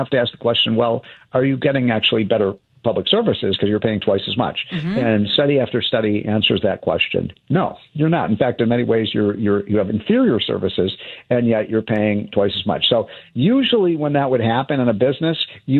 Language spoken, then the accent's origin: English; Chicago, Illinois, United States; I love America's great cities. You know, I'm from Chicago.